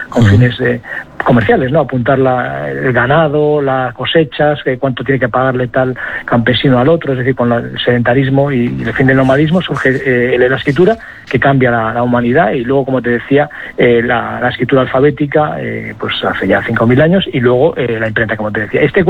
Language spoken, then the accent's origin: Spanish; Galicia, Spain; me acuerdo paseando por la playa ahí en Galicia, en mi tierra